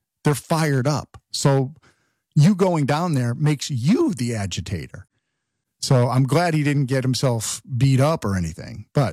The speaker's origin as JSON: {"language": "English", "town": "East Hartford", "region": "Connecticut", "country": "United States", "tie": "born or raised there", "said": "I grew up in Connecticut and we had, I grew up in a, not a little town, but a suburb of Hartford called East Hartford, ironically. And it's a, you know, lower middle class type of hardworking blue collar town"}